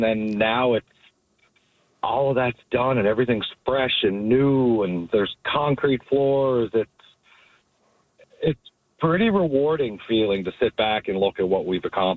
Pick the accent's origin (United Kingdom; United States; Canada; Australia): Canada; North Sydney, Nova Scotia; I personally grew up, when I was very young, I grew up in North Sydney, and I spent most of my summers up here at the exhibition, partaking as a young child.